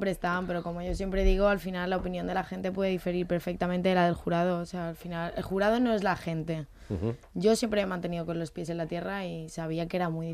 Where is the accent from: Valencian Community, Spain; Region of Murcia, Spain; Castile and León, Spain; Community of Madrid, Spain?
Valencian Community, Spain; Alicante; que no me vean solo como una bella del FOC, sino como una alicantina más